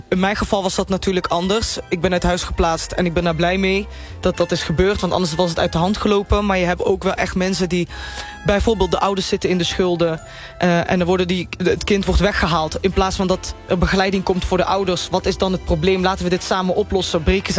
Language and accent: Dutch; Limburg, Netherlands; Want natuurlijk, ik kom uit Limburg, dus dan gaan ze op plat met me praten.